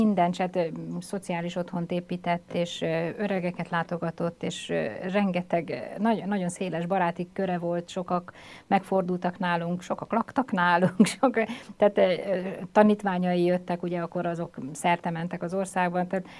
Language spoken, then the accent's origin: Hungarian; Pécs, Baranya, Hungary; hát Pécsett élek most is, úgy nagyjából, de Pécsett születtem